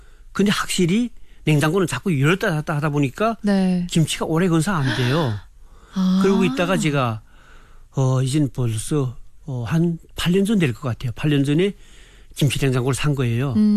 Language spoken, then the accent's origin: Korean; North Korea; moved away as an adult; also born or lived in Pyongyang; now in South Korea; 평양은 제가 살 때도